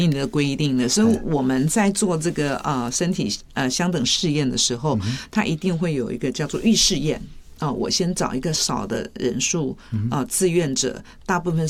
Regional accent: Taiwan; 对，这个是很大的迷思，就是我们台湾人讲一句话叫做“贵也卡喝”，

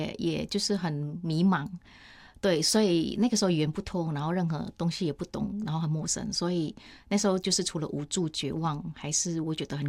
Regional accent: Indonesia; moved away as an adult; now in Taiwan; 我是东南亚长大的小孩

